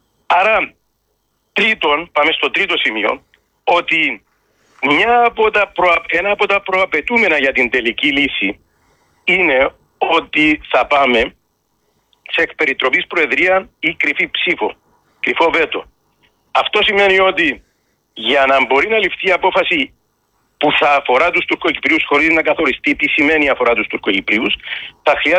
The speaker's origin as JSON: {"language": "Greek", "country": "Cyprus", "said": "Εγώ Ελληνοκύπριος ομιλών"}